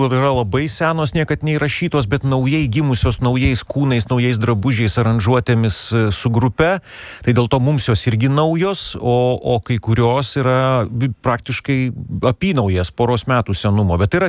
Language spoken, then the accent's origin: Lithuanian; Vilnius, Vilnius County, Lithuania; born there; aš esu vilnietis, gimęs Vilniuje, mano tėvai vilniečiai.